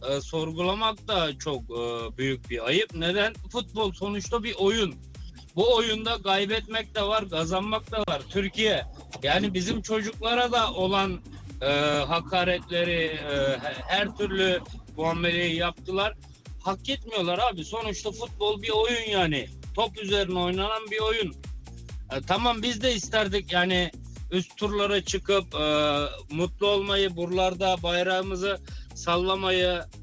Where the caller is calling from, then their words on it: Berlin, Germany; ben Berlin'den.